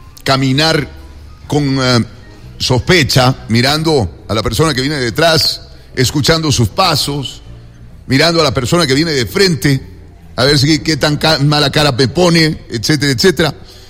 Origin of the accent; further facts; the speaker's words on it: Quito, Pichincha, Ecuador; soy quiteño, soy ecuatoriano, soy sudamericano, soy terrícola